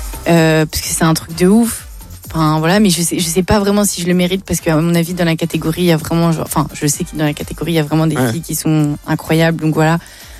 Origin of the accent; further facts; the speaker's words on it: Nice, Provence-Alpes-Côte d'Azur, France; je suis du Sud de la France et que je suis vraiment, genre, une meuf de Nice.